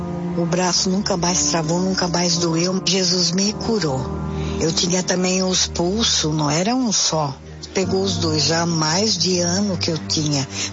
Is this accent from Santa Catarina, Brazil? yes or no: yes; Joinville, Santa Catarina, Brazil; tenho 70 anos, sou de Joinville.